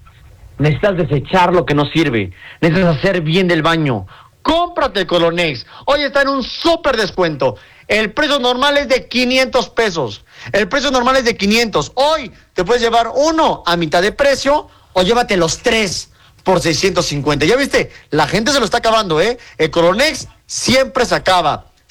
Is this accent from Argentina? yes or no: no; Mexico